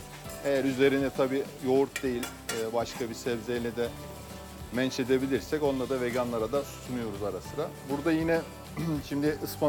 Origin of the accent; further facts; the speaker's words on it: Bolu, Turkey; Bolu bölgesinde biz yoğurtla çok böyle ürünler çıkarırız.